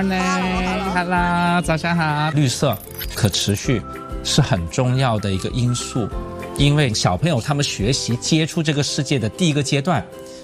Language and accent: Chinese; Shenzhen, Guangdong, China; 我出生在深圳 ，OK， 那所以其实深圳就伴随着我个人的成长。